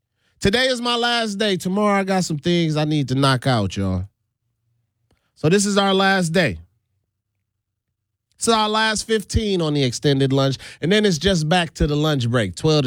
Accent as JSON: {"language": "English", "country": "U.S. Virgin Islands", "said": "I am from the Virgin Islands."}